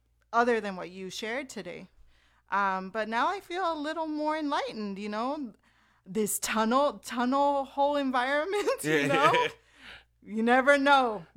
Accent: Texas, United States; now in Austin, United States; But, I mean, I'm a transplant. Yep. You know, I'm from the Rio Grande Valley, and I'd like to think that I am elevating the community and the rap scene.

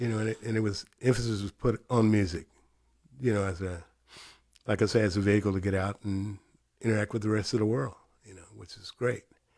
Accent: Lubbock, Texas, United States; born or raised there; now in Austin, United States

